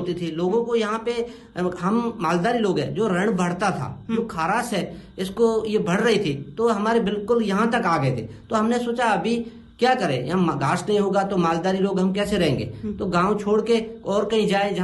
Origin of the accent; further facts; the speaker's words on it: Dhordo, Gujarat, India; हम लोगों तो 11 पीढ़ी से यहां रहते हैं, लेकिन मालदारी हो गए, गाय भैंस पालने वाले